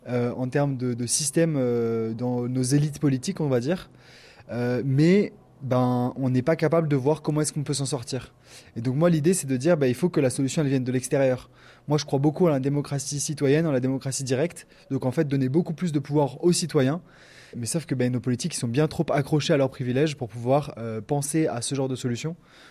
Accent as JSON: {"language": "French", "town": "Villeurbanne", "region": "Auvergne-Rhône-Alpes", "country": "France", "tie": "born there", "moved": "yes", "lives_now": "Chauffailles, France", "said": "Alors, d'où je vivais, mais moi, je suis né à Villeurbanne."}